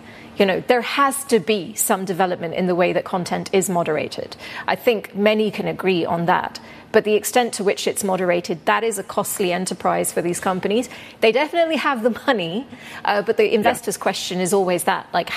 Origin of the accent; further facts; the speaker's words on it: England, United Kingdom; accent: English; It's too English, my accent.